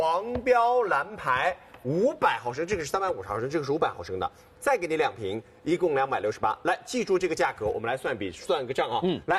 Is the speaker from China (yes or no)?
yes; Shanghai, China